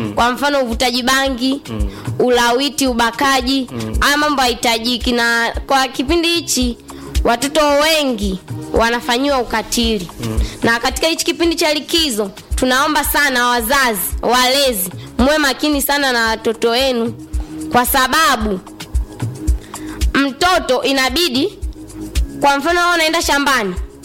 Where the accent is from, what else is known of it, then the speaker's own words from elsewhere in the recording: Kilogota, Tanzania; Natokea kata ya Kilogota.